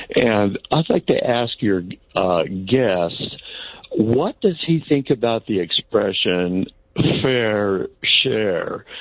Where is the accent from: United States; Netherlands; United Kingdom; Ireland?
United States; California; Yes, I am from California, a very tax-happy state.